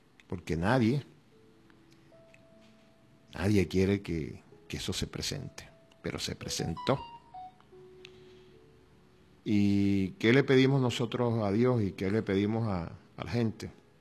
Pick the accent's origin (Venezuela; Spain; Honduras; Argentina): Venezuela; born there; en mi país, que es mi país, que es donde yo nací y donde nacimos todos los que habitamos en esta tierra. Aquí se necesita del concurso y de la participación de todos, porque todos somos venezolanos.